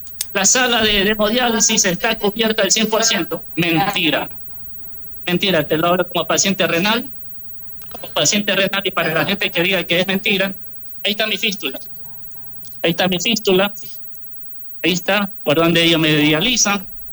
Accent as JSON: {"language": "Spanish", "town": "Guayaquil", "region": "Guayas", "country": "Ecuador", "said": "yo soy de acá de Guayaquil."}